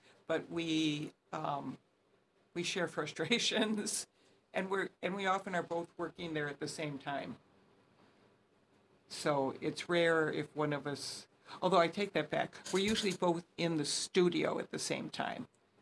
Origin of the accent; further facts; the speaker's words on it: Chicago, Illinois, United States; When I was growing up in Chicago